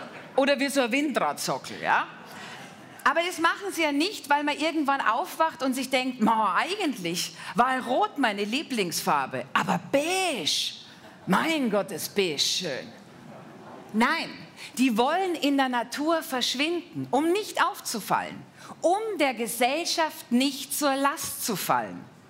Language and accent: German; Bavaria, Germany; ich komme aus Bayern.